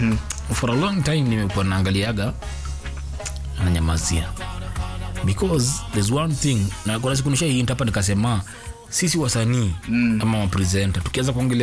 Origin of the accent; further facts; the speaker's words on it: Makueni County, Kenya; Kwetu ni Makueni county, yeah?